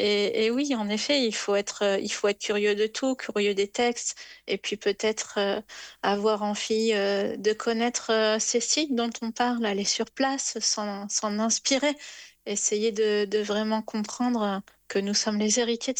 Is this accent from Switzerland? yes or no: no; Normandy, France; Moi, je suis originaire de Normandie. J'ai fait mes études à l'université de Caen-Normandie